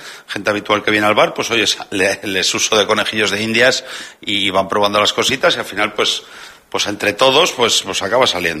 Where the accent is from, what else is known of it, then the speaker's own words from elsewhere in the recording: Segovia, Castile and León, Spain; moved away; yo que soy de Segovia